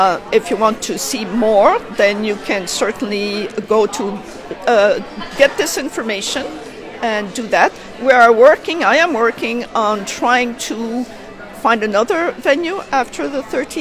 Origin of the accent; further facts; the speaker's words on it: Saint-Pierre, St. Pierre & Miquelon; now in Newfoundland, Canada; so I joined them because I'm from St. Pierre as well.